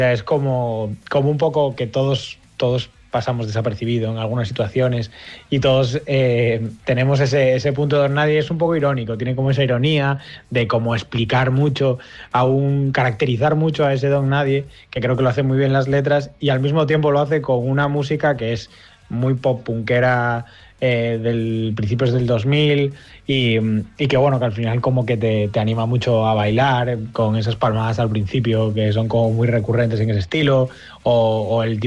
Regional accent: A Coruña, Galicia, Spain; now in Madrid, Spain; Tanto Kik como yo somos de Coruña

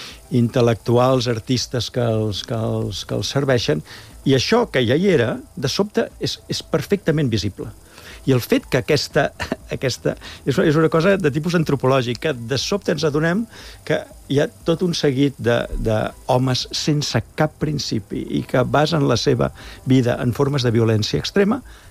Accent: Catalonia, Spain; ho hem de reivindicar com a catalans, perquè els catalans portem en el nostre ADN

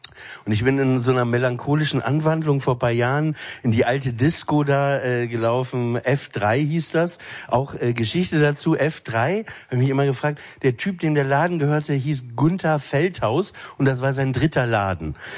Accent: Papenburg, Lower Saxony, Germany; Ich meine, ich komme aus Papenburg im Emsland, ne, da ist das eh, da benutzt man auch nicht so viele Worte

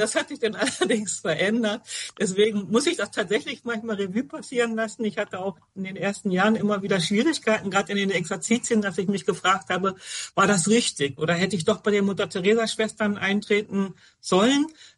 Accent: Hamburg, Germany; now in Münster, Germany; Also ich komme aus Hamburg, das hast du gerade auch schon gesagt, aus dem Süden Hamburgs, ganz genau, also südlich der Elbe.

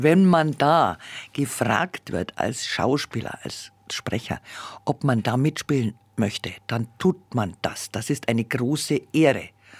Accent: Bavaria, Germany; Ich habe ja da schon ziemlich bald, also noch in der Volksschulzeit, sind wir von Bayerisch-Schwaben nach Oberbayern umgezogen. Und da musste ich dann ziemlich schnell das Oberbayerische lernen

